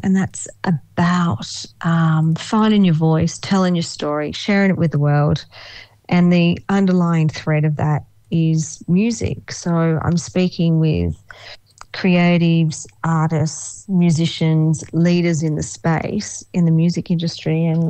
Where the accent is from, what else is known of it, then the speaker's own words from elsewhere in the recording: Australia; I think sometimes Australia, and I love Australia. It's my hometown